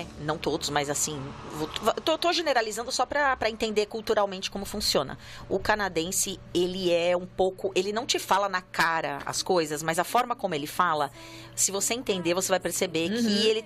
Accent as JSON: {"language": "Portuguese", "country": "Brazil", "moved": "yes", "said": "Ah, eu sou brasileira."}